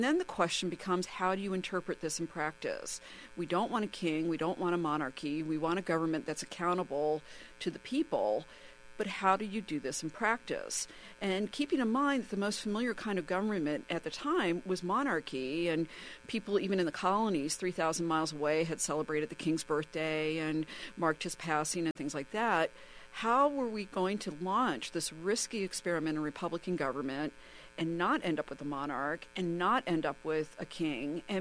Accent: Maryland, United States; moved away; I grew up in the Maryland area, and I used to come and stay with them

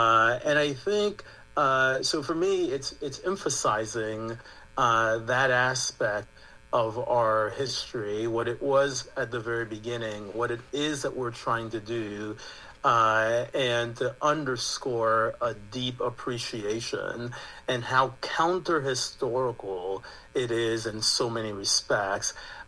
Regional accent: Connecticut, United States; or that you're from Wisconsin and I'm from Connecticut.

